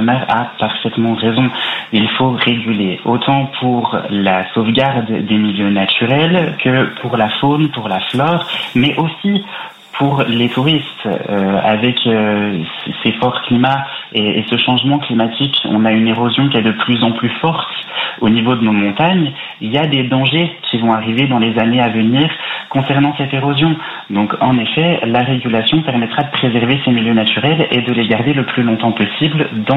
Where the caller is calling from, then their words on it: Bourgogne-Franche-Comté, France; Je vous appelle du Jura.